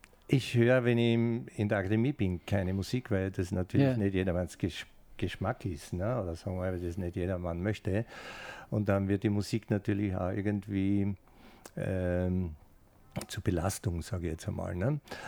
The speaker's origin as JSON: {"language": "German", "region": "Styria", "country": "Austria", "said": "Ich komme ja aus der Steiermark"}